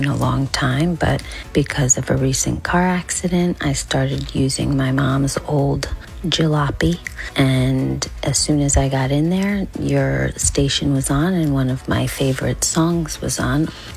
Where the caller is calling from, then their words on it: Boynton Beach, Florida, United States; I'm from Boynton Beach.